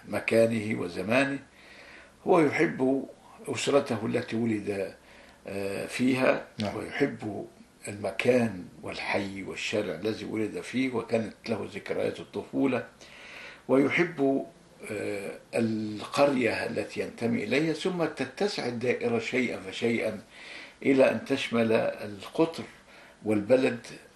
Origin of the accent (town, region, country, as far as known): Egypt